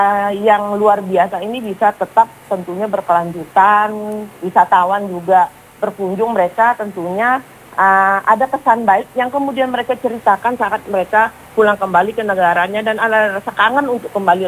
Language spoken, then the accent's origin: Indonesian; West Nusa Tenggara, Indonesia; saya asli Lombok Utara nih